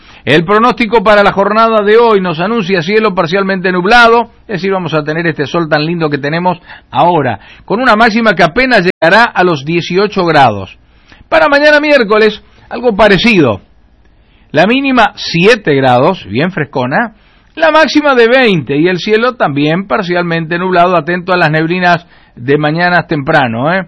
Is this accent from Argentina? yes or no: yes; Argentina; Hoy somos todos de Argentina